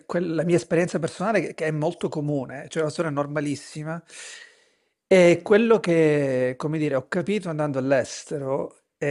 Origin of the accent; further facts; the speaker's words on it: Milazzo, Sicily, Italy; moved away as an adult; also born or lived in Palermo / Rome; now in Berlin, Germany; io sono nato e cresciuto in Sicilia, appunto, poi mi sono formato tra l'Università di Palermo e la Sapienza a Roma e al fine dei miei studi ho vinto una borsa di studio per andare in Germania